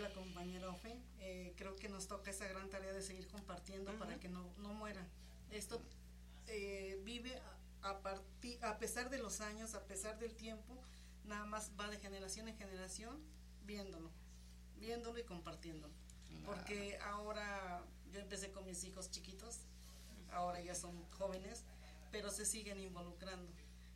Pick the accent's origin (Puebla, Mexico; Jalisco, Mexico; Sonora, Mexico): Puebla, Mexico; San Bernardino Tlaxcalancingo